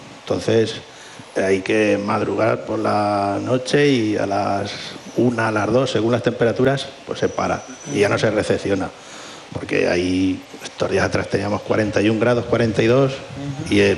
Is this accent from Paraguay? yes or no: no; Graja de Iniesta, Castilla-La Mancha, Spain; yo soy de Cuenca.